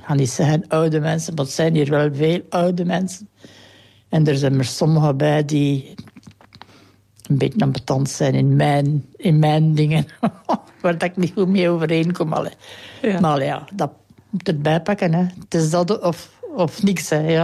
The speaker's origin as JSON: {"language": "Dutch", "town": "Herne", "region": "Flanders", "country": "Belgium", "tie": "born there", "also_born_or_lived": "Kester", "said": "mijn geboortedorp is hier in Herne. Maar ik heb dan in Kester gewoond."}